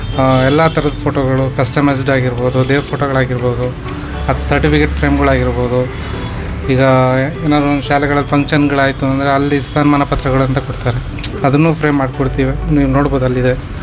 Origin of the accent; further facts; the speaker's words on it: Shivamogga, Karnataka, India; also born or lived in Bhadravati; Madam ನಾವು ಹುಟ್ಟಿದ್ದೆಲ್ಲ ಶಿವಮೊಗ್ಗನೇ, ಶಿವಮೊಗ್ಗದಲ್ಲೇ ಹುಟ್ಟಿದ್ದು. ನಾನು ಸ್ಕೂಲ್ ಓದಿದ್ದು ಬಂದ್ಬಿಟ್ಟು ಅಲ್ಲಿ ಮಲಗೋಪ್ಪ ಗ್ರಾಮದಲ್ಲಿ ತುಂಗಾ ವಿದ್ಯಾಮಂದಿರ ಅಂತ ಗೌರ್ಮೆಂಟ್ ಸ್ಕೂಲು. ಅದಾದಮೇಲೆ ಹೈಸ್ಕೂಲ್ ಬಂದುಬಿಟ್ಟು ಡಿ ವಿ ಎಸ್ ಶಾಲೆಯಲ್ಲಿ ಓದಿದ್ದು. ಕಾಲೇಜ್ ಬಂದುಬಿಟ್ಟು ಸಹ್ಯಾದ್ರಿ ಕಾಲೇಜು.